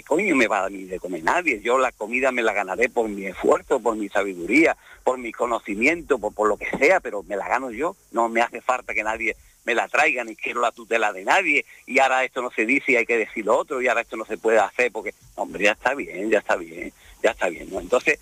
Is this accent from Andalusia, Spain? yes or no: yes; Andalusia, Spain; accent: Andalusian; Yo soy andaluz, hablo malamente, pero no es que hable malamente, es que hablo andaluz, porque soy andaluz, me gusta el gazpacho, me gusta el pescadito frito